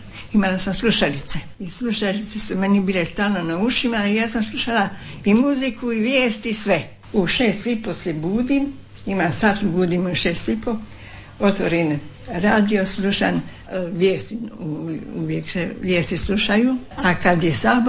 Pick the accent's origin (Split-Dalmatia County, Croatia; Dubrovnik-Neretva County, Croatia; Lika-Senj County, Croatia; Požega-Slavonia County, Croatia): Dubrovnik-Neretva County, Croatia; Sreser; moved away as an adult; Rođena sam u Sreselu na Pelješcu, to je općina Janjina. I do 40. godine sam bila u kući